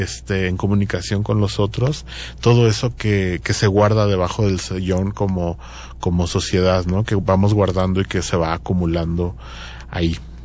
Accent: Michoacán, Mexico; Yo soy de Michoacán

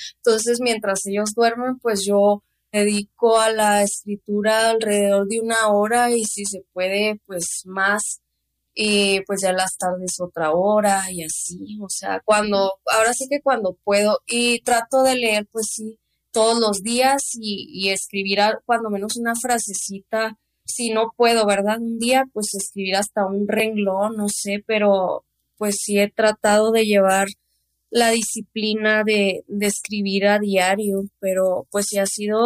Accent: Cuauhtémoc, Chihuahua, Mexico; me dijo, ¿de dónde eres? No, que de Cuauhtémoc, Chihuahua

